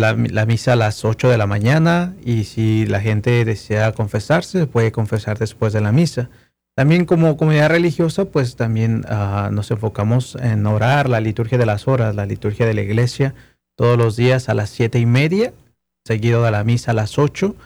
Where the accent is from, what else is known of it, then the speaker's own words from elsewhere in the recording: Tlaxcala, Mexico; moved away; also born or lived in Mexico City; también ahí nací en Ciudad de México. Una vez que mi hermana se estabilizó, regresamos a Tlaxcala, a la ciudad nativa de mis padres, y pues ahí crecí con ellos.